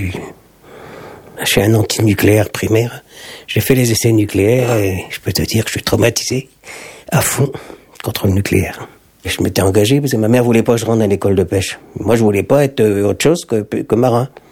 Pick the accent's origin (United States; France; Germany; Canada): France; Trézien, Brittany; je suis marin pêcheur à l'Empole Plouarzel, enfin à Plouarzel, je suis de Trésien.